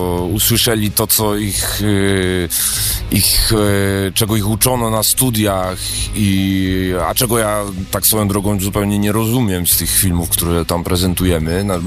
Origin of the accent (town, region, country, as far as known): Silesian Voivodeship, Poland